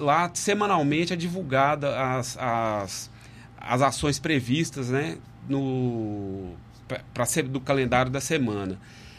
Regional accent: Minas Gerais, Brazil; now in Maceió, Brazil; eu não sou daqui de Maceió. Tem 3 anos que eu moro aqui.

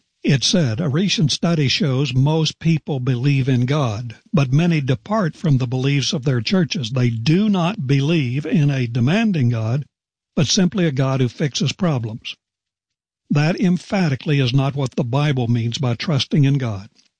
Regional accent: West Virginia, United States; There was a man in my home state of West Virginia who won what seemed like zillions of dollars a few years ago in the lottery.

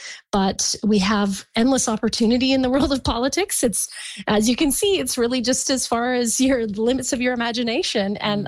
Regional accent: British Columbia, Canada; with who we are as British Columbians and where we actually want this province to go.

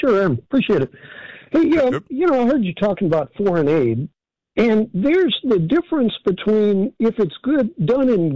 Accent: St. Louis, Missouri, United States; I'm from St. Louis, and they had the senator from Ralston Purina, that was the Danforth family

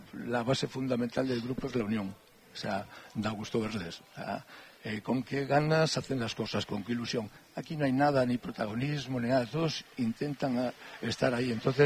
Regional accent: Cantabria, Spain; Es una fiesta de nuestras raíces históricas, de nuestras señas de identidad como pueblo cántabro. Y la que nos tenemos que sentir orgullosos como cántabros

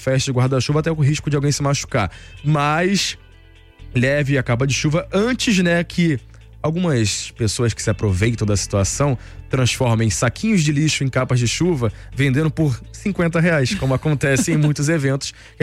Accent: Nilópolis, Rio de Janeiro, Brazil; outros eventos a céu aberto, como lá na minha terrinha em Nilópolis.

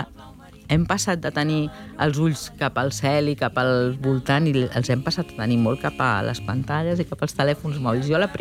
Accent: Barcelona, Catalonia, Spain; A casa meva venim de la Barceloneta i jo vinc de família de tradició navegant

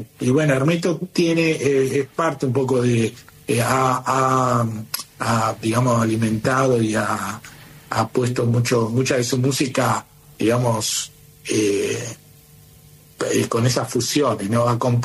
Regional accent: Caseros, Buenos Aires Province, Argentina; es de Casero, de donde yo nací, yo viví en Casero toda mi adolescencia

